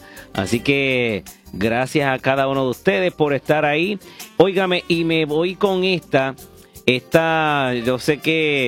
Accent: Aguada, Puerto Rico; por supuesto en mi pueblo de Aguada

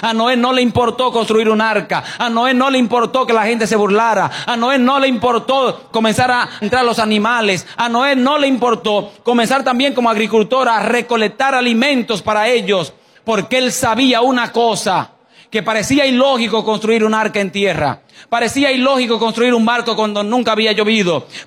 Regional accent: Santiago de los Caballeros, Santiago, Dominican Republic; en la ciudad donde nos criamos, en Santiago, República Dominicana, la ciudad donde me crié tiene una de las entradas más largas en recta y más impresionante que tiene todo el Caribe.

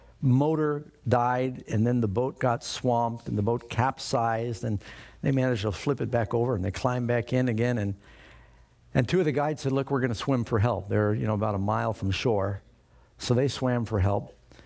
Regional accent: New York City, New York, United States; I grew up in New York City

